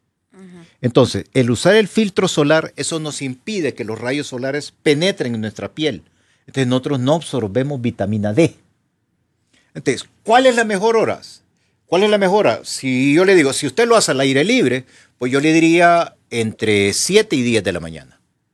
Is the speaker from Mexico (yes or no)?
no; Honduras; Eso somos Honduras.